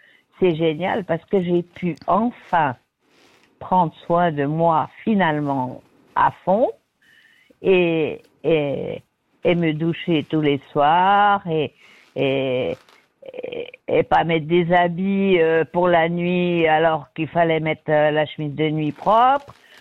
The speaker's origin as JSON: {"language": "French", "country": "Switzerland", "said": "Je suis dans un pays libre, je suis suissesse."}